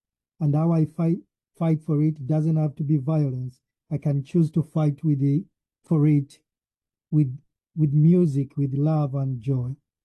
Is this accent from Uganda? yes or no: yes; Uganda; born there; I'm a simple guy. I was born in Uganda. I've lived in most parts of the world due to my journey with education.